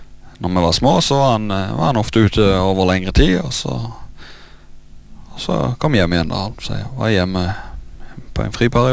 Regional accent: Veavågen, Rogaland, Norway; Født og oppvokst på Karmøy. Det er jeg. På Veavågen.

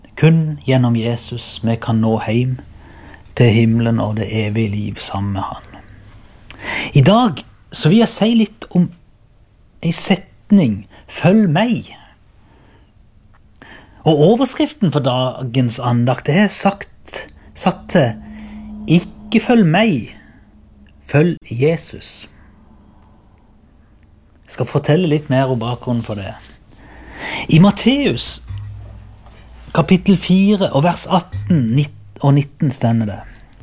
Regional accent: Byrmo, Agder, Norway; Jeg kommer fra Byrmo og hører til menigheten Ebenezer Byrmo.

